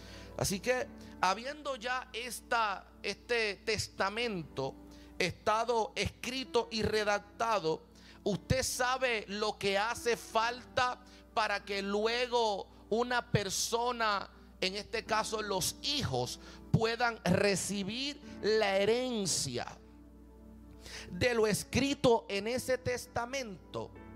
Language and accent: Spanish; Puerto Rico; Soy puertorriqueño, soy boricua, cumplí 29 años el jueves.